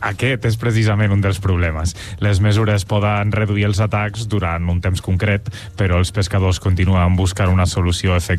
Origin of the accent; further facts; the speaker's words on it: Castelló, Valencian Community, Spain; now in Tarragona, Spain; jo sóc un noi de Castelló que va arribar a Tarragona per amor al bàsquet